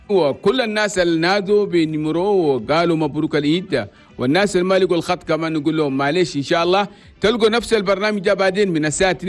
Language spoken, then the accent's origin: Arabic; Chad; ويجيب لنا الامن والسلام والاستقرار في بلدنا تشاد بلد توماي